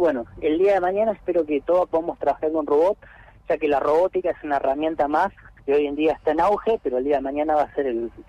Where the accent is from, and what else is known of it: Trelew, Chubut, Argentina; moved away as an adult; now in Buenos Aires, Argentina